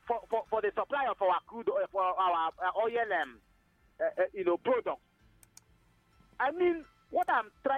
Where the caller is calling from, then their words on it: Inyaba, Ebonyi, Nigeria; I'm reaching you from Nkomo Road, which is located in Inyaba, Development Center of Ebonyi State.